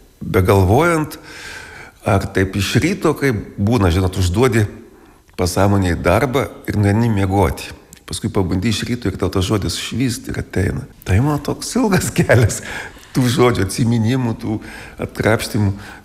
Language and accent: Lithuanian; Samogitia, Lithuania; Kadangi aš taip gyvenu, tai Žemaitijoje vis tiek aš iš jos esu neišėjęs. Ir žmona mano žemaitė, tai mes šnekam žemaitiškai namus.